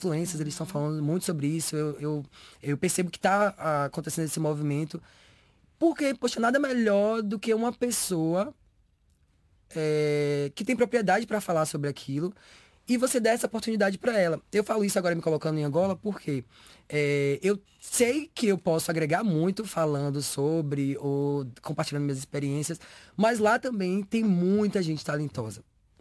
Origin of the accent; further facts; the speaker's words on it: Simões Filho, Bahia, Brazil; Eu falo que eu sou soteropolitano, mas eu nem sou. Eu sou Simões Filhense, que é... Eu nasci em Simões Filho, que é uma região metropolitana de Salva